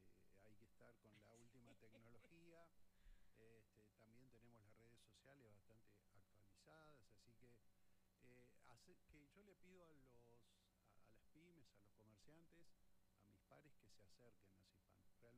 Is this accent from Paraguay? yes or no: no; Neuquén, Argentina; also born or lived in San Rafael, Mendoza; Soy neuquino, conocí el Álamo.